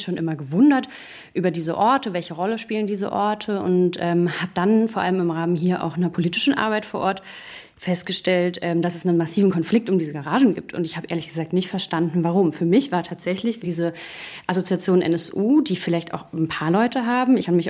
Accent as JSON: {"language": "German", "region": "West Germany", "country": "Germany", "tie": "born or raised there", "moved": "yes", "lives_now": "Berlin, Germany", "said": "Ich bin ja in Westdeutschland aufgewachsen und ich bin hier nach Ostberlin sozusagen gezogen, nach Treptow"}